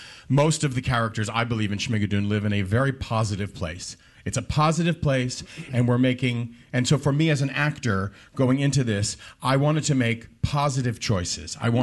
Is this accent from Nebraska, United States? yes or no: no; Washington, District of Columbia, United States; Growing up in Washington, D.C., which was a great theater town as well.